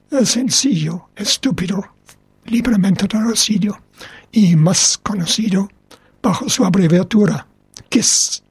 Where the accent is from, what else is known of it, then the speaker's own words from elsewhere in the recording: United Kingdom; Spanish is a second language; Yo, siendo británico, y algunos van a decir ahora, y eso es Queen's English, este es el inglés de Inglaterra.